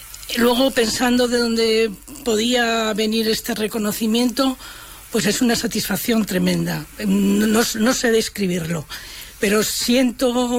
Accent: Tudelilla, La Rioja, Spain; Soy de Tudelilla, como siempre he dicho, ejerzo de de pueblo, ejerzo de Tudelilla.

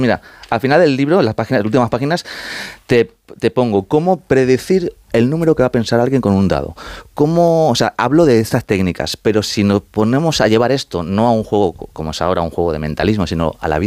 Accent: Madrid, Community of Madrid, Spain; te he dicho ya que que soy madrileño

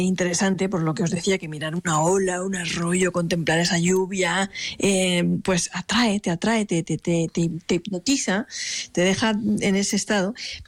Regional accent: Alicante, Valencian Community, Spain; O sea, yo, por ejemplo, que soy del Mediterráneo, de Alicante, yo cuando voy a la playa siempre me gusta situar donde el agua rompe contra unas roquitas, ¿no?

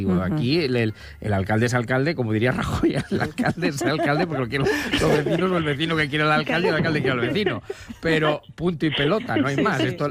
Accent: Fernán Caballero, Castilla-La Mancha, Spain; eso es como todo, Fernán Caballero es mi pueblo, entonces lo que te

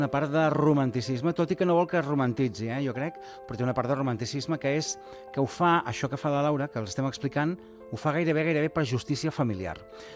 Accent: Gironella, Catalonia, Spain; jo sóc de Gironella

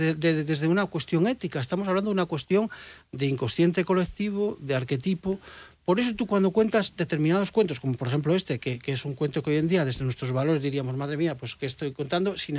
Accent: Castile and León, Spain; voy a estar, por supuesto, en mi pueblo, el día 21 de octubre en Ciñada de Gordón

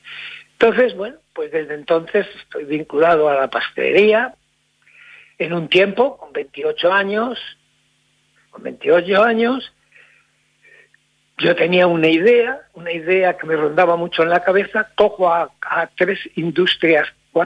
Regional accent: Peñaranda de Bracamonte, Castile and León, Spain; yo no nací en Peñaranda, yo vine aquí a los 6 años.

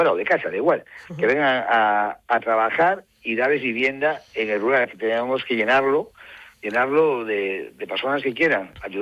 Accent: Ferrol, Galicia, Spain; yo soy de Ferrol

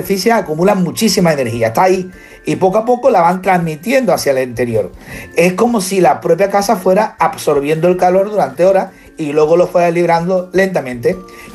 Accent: Seville, Andalusia, Spain; soy de Sevilla, yo no he vivido esa juventud y esa infancia.

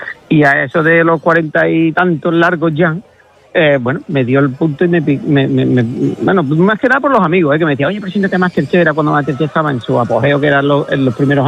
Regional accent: Andalusia, Spain; mi pueblo está a 40, yo digo que Villarro está a 40 kilómetros de todo, porque está a 40 kilómetros de Huelva capital, está a 45 de Sevilla

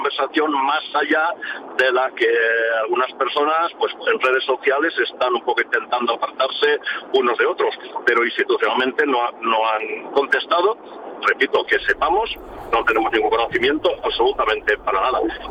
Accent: Alzira, Valencian Community, Spain; soy un ciudadano de Alcira

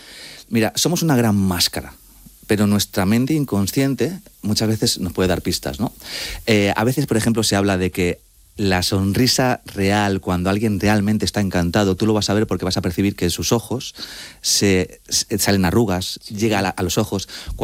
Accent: Madrid, Community of Madrid, Spain; soy madrileño, sí, y mis padres son argentinos

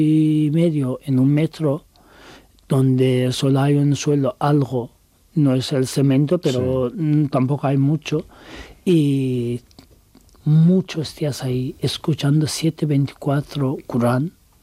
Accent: Turkey; Spanish is a second language; now in Spain; soy turco y yo podía pasar más fácil que los otros muchos, pero de igual forma molestaban mucho y querían deportarme a Irán.

